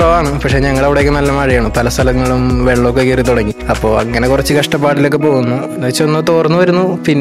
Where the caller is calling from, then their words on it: North Paravur, Kerala, India; പറവൂര് ഭാഗത്തായിട്ടാണ്.